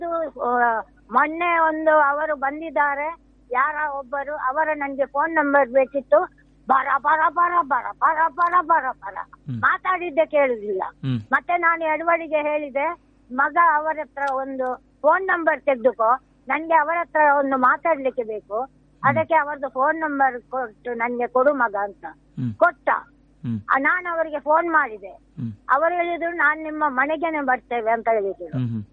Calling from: Karnataka, India

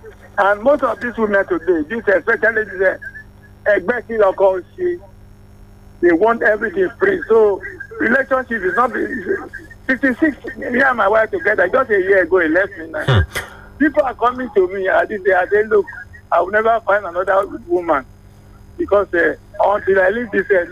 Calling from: Ilorin, Kwara, Nigeria; from Ilori.

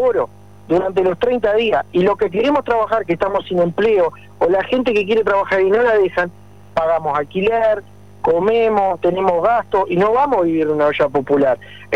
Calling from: Uruguay; como uruguayos que somos

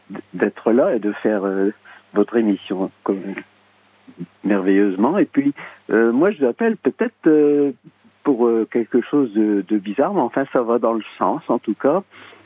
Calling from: Lévis, Quebec, Canada; moi je suis à Lévis

